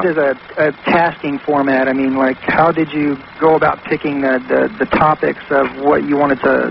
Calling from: Honolulu, Hawaii, United States; In Honolulu, Hawaii.

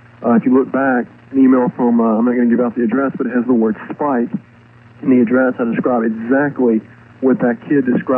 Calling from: Jackson, Mississippi, United States; from Jackson.

